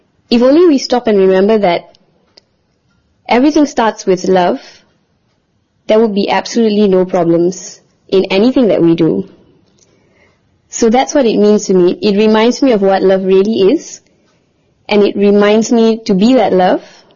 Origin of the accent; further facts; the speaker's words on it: Malaysia; I'm from Malaysia.